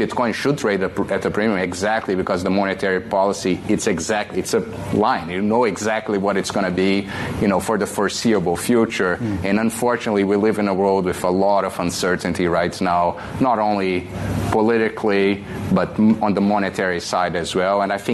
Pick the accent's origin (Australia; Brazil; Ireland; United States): Brazil; I grew up in Brazil, and you know, I went my teenage years in the 90s in Brazil, late 80s, early 90s, when inflation was wild.